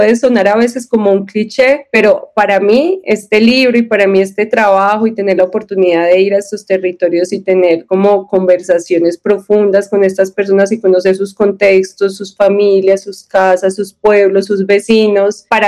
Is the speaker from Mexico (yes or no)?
no; Colombia